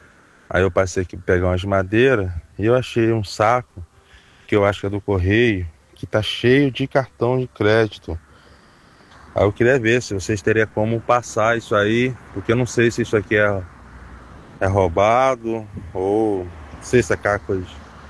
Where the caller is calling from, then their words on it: São Pedro da Aldeia, Rio de Janeiro, Brazil; Eu tô falando aqui de São Pedro Aldeia, frente ao CESP, na entrada da Estrada da Caveira.